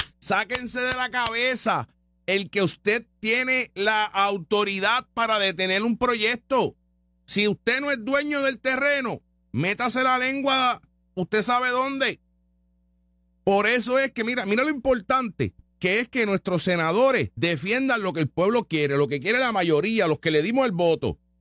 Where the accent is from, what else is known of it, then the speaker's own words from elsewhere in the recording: Puerto Rico; Yo como puertorriqueño, ¿cómo me vas a quitar en la motivación de trabajar?